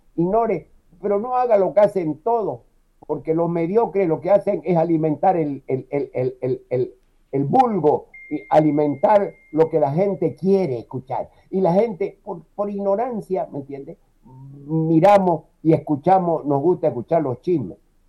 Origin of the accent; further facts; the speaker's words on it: Bolivia; Nosotros no somos argentinos para decir Beller. Somos Camba, Colla, ¿me entiendes? Chapaco. Somos, ¿me entiendes?, de una lengua especial que trajeron los españoles, que se llama la lengua de Castilla. Hablamos castellano. Tampoco hablamos español, compañero.